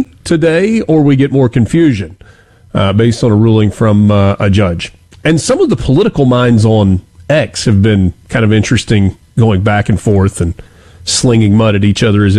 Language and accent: English; Byhalia, Mississippi, United States; I'm from Byhalia, and voice text doesn't recognize Byhalian.